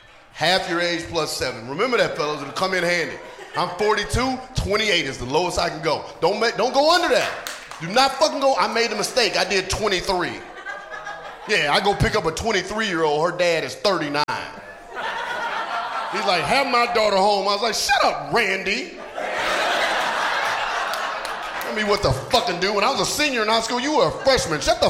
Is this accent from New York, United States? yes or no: no; North Carolina, United States; also born or lived in Atlanta; But I'm from the South. I'm from Atlanta, went to school, or from North Carolina, went to school in Atlanta.